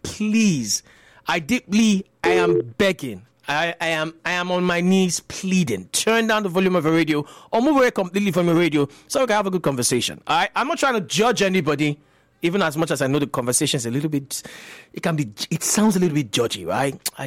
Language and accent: English; Delta, Nigeria; I'm from Delta State.